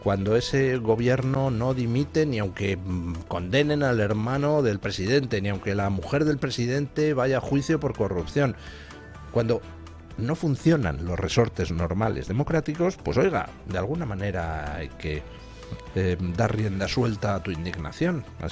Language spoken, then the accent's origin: Spanish; Spain